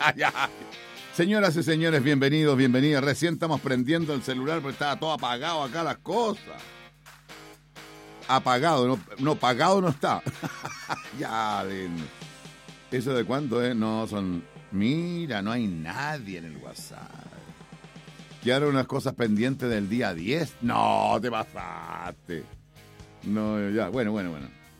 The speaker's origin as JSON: {"language": "Spanish", "country": "Chile", "said": "como chileno y chilena"}